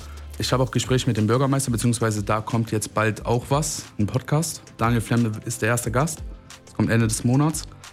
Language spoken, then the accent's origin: German; Wuppertal, North Rhine-Westphalia, Germany; Ich bin in Wuppertal aufgewachsen